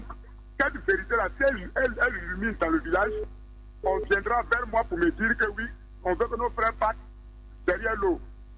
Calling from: Abidjan, Côte d’Ivoire; Oui, je vous appelle à Djamé.

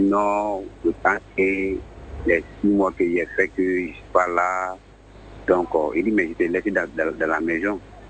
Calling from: Abidjan, Côte d’Ivoire; Actuellement, je suis à Abidjan.

